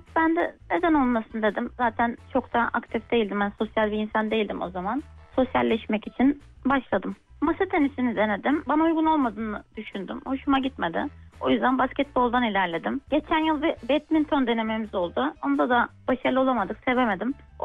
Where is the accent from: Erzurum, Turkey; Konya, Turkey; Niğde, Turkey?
Niğde, Turkey; moved away as an adult; now in Samsun, Turkey; 34 yaşındayım. 19 Mayıs doğumluyum. O yüzden kendime doğuştan sporcuyum diyorum. Nideliyim. 6 yıldır Samsun'da yaşıyorum.